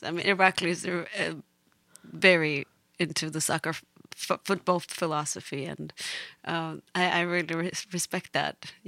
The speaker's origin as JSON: {"language": "English", "town": "Tbilisi", "country": "Georgia", "tie": "born or raised there", "first_language": "Georgian", "second_language": "English", "moved": "yes", "said": "very Tbilisi, my hometown, our hometown instrument in Georgia."}